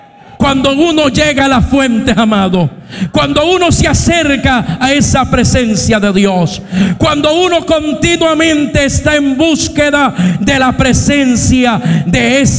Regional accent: Puerto Rico; Yo me voy para mi desierto o mis valles en mi tierra, Puerto Rico.

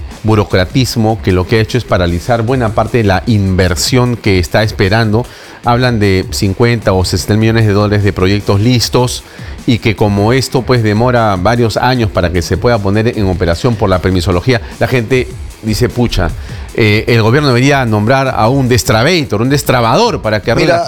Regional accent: Peru

